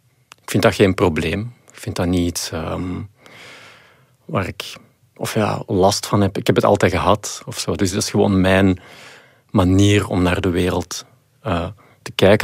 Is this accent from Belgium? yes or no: yes; Mechelen, Antwerp, Belgium; Ik ben van Mechelen en al de scouts in Mechelen... Ja, spreken elkaar ook echt aan met die totems.